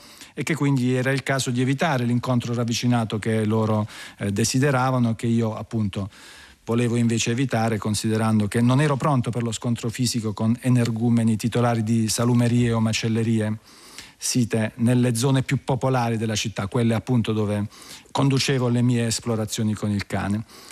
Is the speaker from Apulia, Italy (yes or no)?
yes; Bari, Apulia, Italy; in dialetto barese stretto, perché io sono di Bari